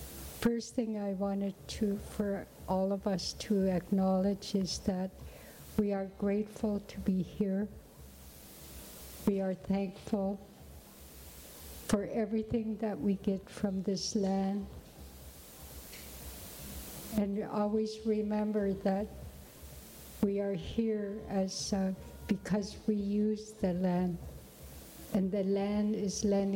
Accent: Whitehorse, Yukon, Canada; I come from Whitehorse, Yukon, Canada.

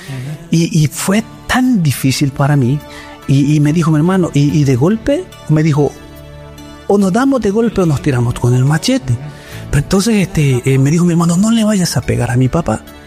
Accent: El Salvador; born there; Yo nací en El Salvador, en una familia muy, muy fuerte, vamos a decir.

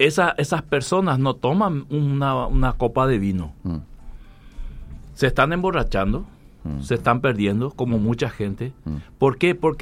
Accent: Paraguay; Y estamos dispuestos a pelear con Argentina y Uruguay por de quién es el mate, ¿verdad?

